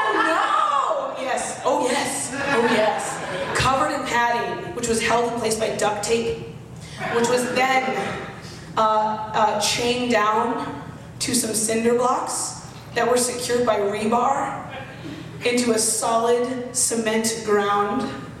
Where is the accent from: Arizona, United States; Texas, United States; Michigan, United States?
Arizona, United States; I was raised in Arizona